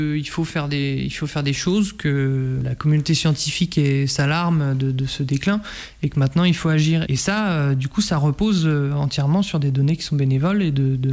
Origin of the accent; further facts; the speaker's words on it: France